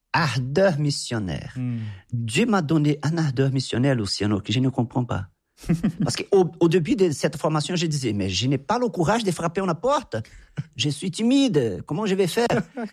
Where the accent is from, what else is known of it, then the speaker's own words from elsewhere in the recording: Goiás, Brazil; French is a second language; also born or lived in São Paulo; Parce que quand j'étais dans ces campements à São Paulo, j'ai retourné chez moi à Goiás, à Nápoles.